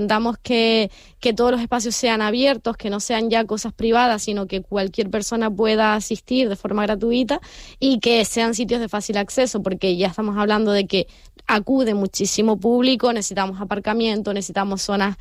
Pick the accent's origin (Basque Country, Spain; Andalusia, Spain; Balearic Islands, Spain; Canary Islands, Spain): Canary Islands, Spain; Santa Cruz de La Palma; moved away as an adult; also born or lived in Tenerife; now in Gran Canaria, Spain; Sí, yo soy palmera, de Santa Cruz.